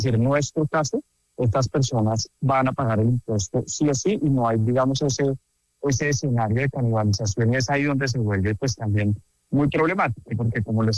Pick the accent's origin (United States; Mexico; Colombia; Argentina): Colombia